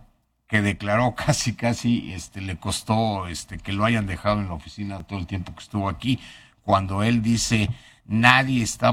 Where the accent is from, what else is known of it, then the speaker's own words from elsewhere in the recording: Mexico; como buenos mexicanos reírnos del suceso que se está aconteciendo